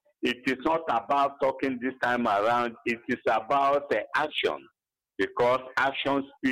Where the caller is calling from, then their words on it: Enugu, Enugu State, Nigeria; I'm calling from Abanik Enugu.